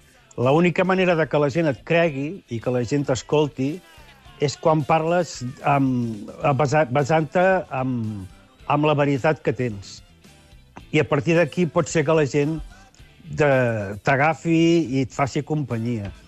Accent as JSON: {"language": "Catalan", "town": "Constantí", "region": "Catalonia", "country": "Spain", "said": "i al final vam dir, bueno, ja està bé, ja ho sap la gent que som de Constantí."}